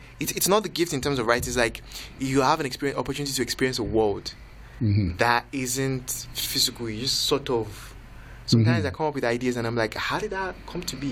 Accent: Nigeria; moved away as an adult; now in Windsor, Canada; What I mean is, when I came, because I came from Nigeria in 2016, and I came to do my master's here.

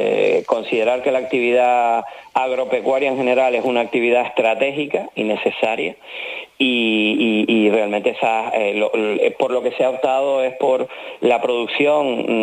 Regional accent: Tenerife, Canary Islands, Spain; A mí como tinerfeño eso me avergüenza

